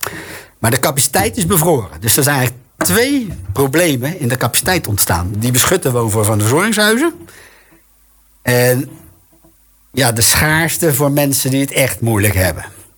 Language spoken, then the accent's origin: Dutch; Rotterdam, South Holland, Netherlands; En dan maar even om dat andere heen te lullen, zou ik als Rotterdammer kunnen zeggen.